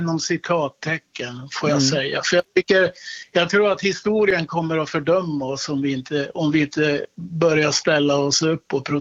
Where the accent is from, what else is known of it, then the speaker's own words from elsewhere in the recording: Malmberget, Norrbotten County, Sweden; Och jag är uppvuxen i Malmberget.